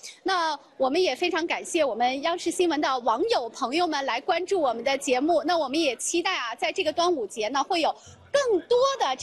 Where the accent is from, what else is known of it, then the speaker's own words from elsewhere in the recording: Guangdong, China; 但是对于我们广东人来说已经提前半个月甚至一个月就已经开启了。